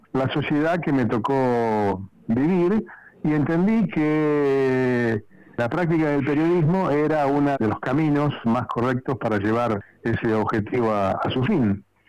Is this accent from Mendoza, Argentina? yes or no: no; Tres Lomas, Buenos Aires Province, Argentina; now in Buenos Aires, Argentina; Yo soy de un pueblo muy chiquito, se llama Tres Lomas, está en el sudoeste de la provincia de Buenos Aires.